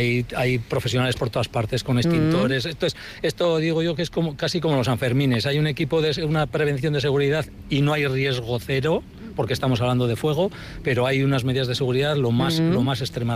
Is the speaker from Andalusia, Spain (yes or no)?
no; Muskiz, Basque Country, Spain; yo soy de Muskis y tenemos la bajada de antorchas.